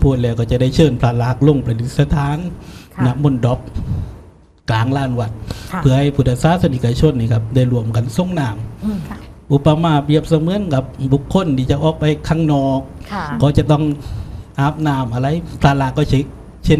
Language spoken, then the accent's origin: Thai; Songkhla, Thailand; ในฐานะเราเป็นชาวสงขลา